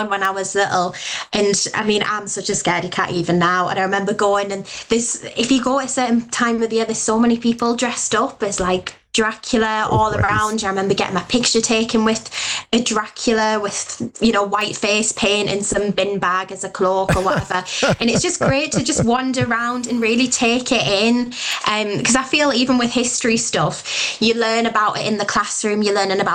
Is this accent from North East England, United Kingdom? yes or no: yes; Durham, North East England, United Kingdom; I'm from Durham